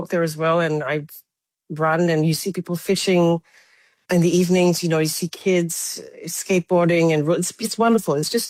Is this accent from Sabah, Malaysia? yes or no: no; Ipoh, Perak, Malaysia; moved away as an adult; also born or lived in Penang / Sweden; now in George Town, Malaysia; I grew up in Ipoh as well. My Chinese grandparents had a shop house there